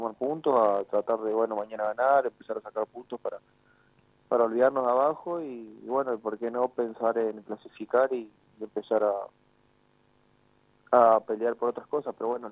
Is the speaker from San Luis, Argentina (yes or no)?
yes; San Luis, Argentina; la mayoría de los chicos, casi todos, somos acá de San Luis